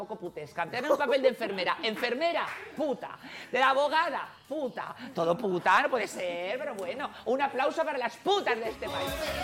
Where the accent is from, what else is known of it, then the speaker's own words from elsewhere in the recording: Madrid, Community of Madrid, Spain; also born or lived in London; Yo soy madrileña, yo soy lo que se dice gata.